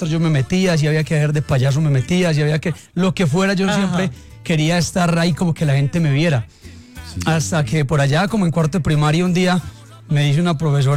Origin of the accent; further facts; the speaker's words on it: Cisneros, Antioquia, Colombia; also born or lived in Bello, Colombia; Yo nací en Bello. Yo viví parte de mi infancia desde los 5 añitos como hasta los 13 años en Cisneros.